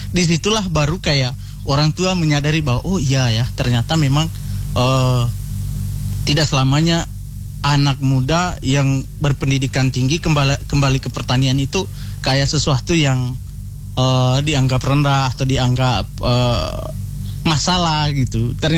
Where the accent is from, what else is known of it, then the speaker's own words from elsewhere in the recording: East Nusa Tenggara, Indonesia; karena doktrin tadi masih melekat dalam diri saya sebagai orang Flores gitu.